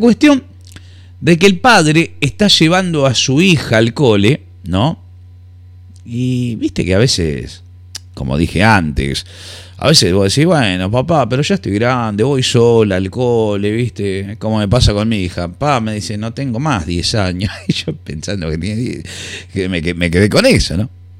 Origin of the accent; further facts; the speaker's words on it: Argentina; saludos desde aquí, desde mi humilde Argentina